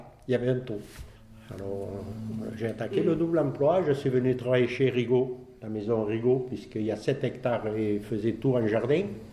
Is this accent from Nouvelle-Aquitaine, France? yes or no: no; Crespin, Occitanie, France; born there; Je suis né à Crespin, sur le barrage Saint-Géraud.